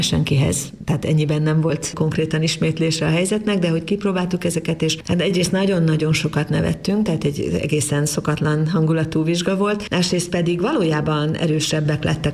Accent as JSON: {"language": "Hungarian", "town": "Debrecen", "region": "Hajdú-Bihar", "country": "Hungary", "said": "hát én debreceni vagyok"}